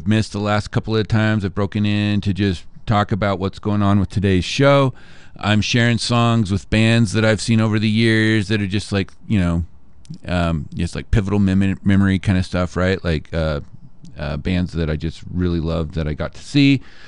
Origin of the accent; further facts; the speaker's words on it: Richfield, Utah, United States; moved away; I grew up in Richfield.